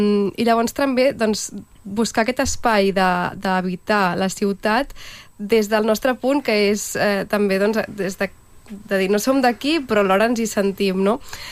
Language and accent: Catalan; Vacarisses, Catalonia, Spain; now in Barcelona, Spain; Jo sóc de Vacarisses.